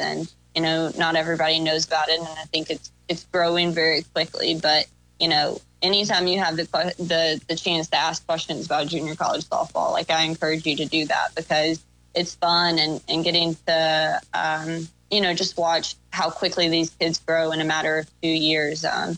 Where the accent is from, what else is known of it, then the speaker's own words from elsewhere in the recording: South Carolina, United States; and I grew up in South Carolina, and so I'm a little bit more Baptist myself.